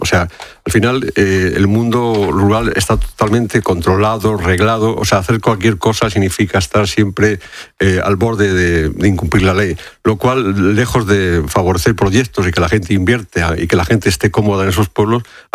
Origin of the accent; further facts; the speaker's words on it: Fermoselle, Castile and León, Spain; Colomba es, bueno, es un espacio imaginario, pero casualmente el barrio de mi pueblo, de Fermoselle, se llama Alto Santa Colomba.